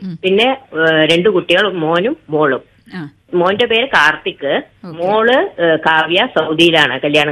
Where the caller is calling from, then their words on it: Perumbavoor, Kerala, India; വീട് പെരുമ്പാവൂർ കൂവപ്പടി.